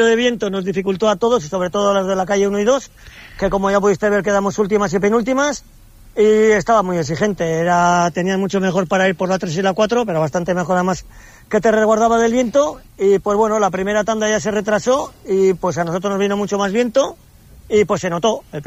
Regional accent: San Pedro, Basque Country, Spain; pues soy de San Pedro, he remado también en San Pedro, y claro, los que somos de ahí de la bahía

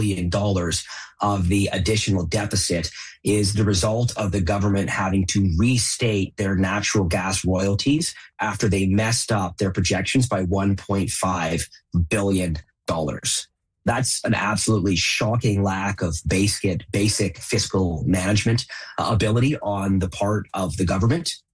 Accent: Kelowna, British Columbia, Canada; Yeah, I'm from Kelowna, so the wildfire picture certainly makes sense to me as a significant cost.

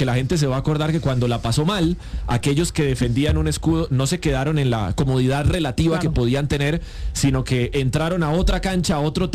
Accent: Colombia; todos nosotros como colombianos

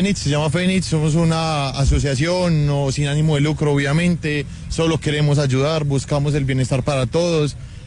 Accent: Pereira, Risaralda, Colombia; somos pereiranos, lo hemos luchado.

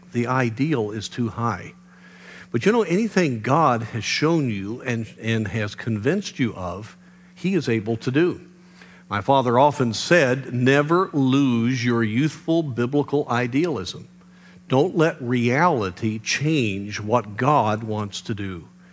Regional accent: United States; we as American believers

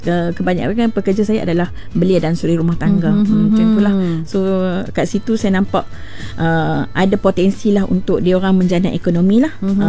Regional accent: Kuala Nerang, Kedah, Malaysia; Asal saya orang Kuala Nerang.

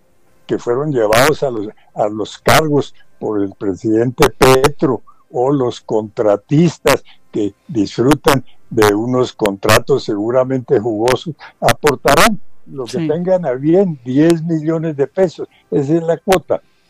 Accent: Colombia; que elijamos los colombianos

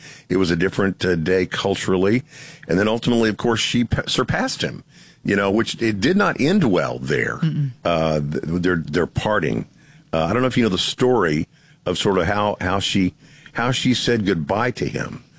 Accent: Texas, United States; I'm native Texan

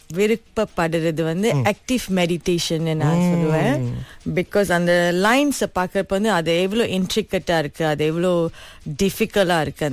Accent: Kuala Lumpur, Malaysia; அம்மா வந்து பிணைங்கள உள்ளவங்க, கல்யாணம் பண்ணி அம்மா கேலுக்கு வந்துட்டாங்க. சோ நான் பிறந்து வளர்ந்தது எல்லாமே வந்து கோலாலம் போலதான்.

